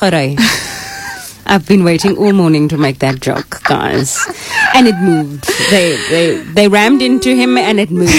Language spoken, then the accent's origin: English; South Africa; being proudly South African? And also as a woman.